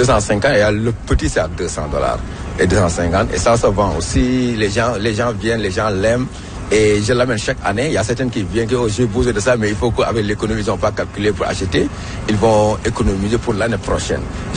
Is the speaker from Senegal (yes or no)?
yes; Senegal; Et je suis fier quand je le porte en tant que Sénégalais.